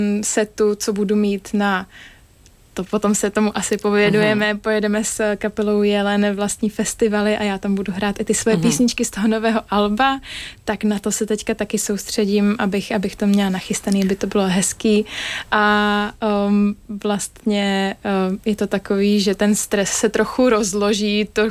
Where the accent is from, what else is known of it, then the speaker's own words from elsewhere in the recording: Prostějov, Olomouc Region, Czechia; když jsem měla kamarády ze svého rodného města z Prostějova